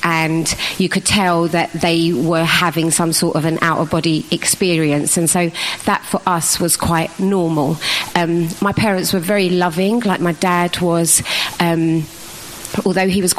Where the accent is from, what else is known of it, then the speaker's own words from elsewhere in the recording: London, United Kingdom; So I grew up in East London, and my family were brought up, like my family were a Hindu background, and so when I grew up there was a lot of just Hinduism around